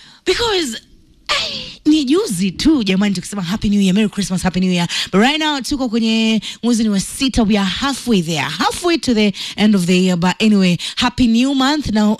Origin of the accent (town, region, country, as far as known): Kenya